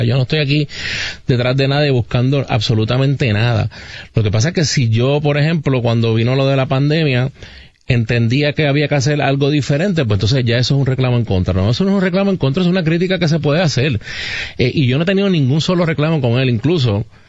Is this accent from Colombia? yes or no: no; Puerto Rico